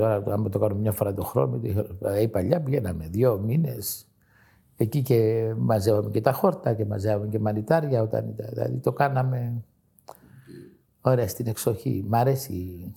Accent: Greece; Και ένα πρόβλημα που είχαμε εμείς σαν Έλληνες που δεν το ξέραμε το μουσχάρι.

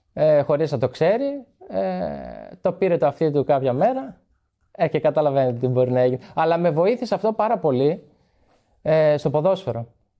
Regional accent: Trikala, Peloponnese, Greece; Στο χωριό μου είχαμε μια ομάδα έτσι παιδικό.

